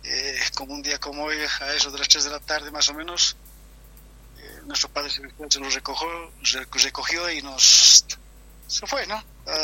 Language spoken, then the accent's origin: Spanish; Bolivia